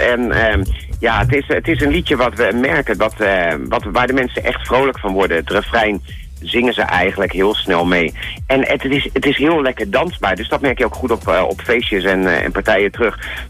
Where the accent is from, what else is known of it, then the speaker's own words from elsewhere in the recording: Rotterdam, South Holland, Netherlands; Ik kom uit Rotterdam, van het westen van het land.